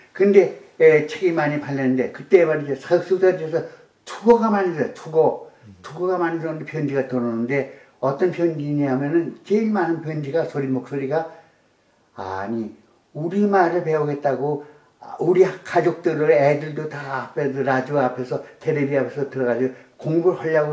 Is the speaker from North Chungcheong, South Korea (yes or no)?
no; Seoul, South Korea; born there; 그냥 내가 하는, 나 서울 태생인데, 네.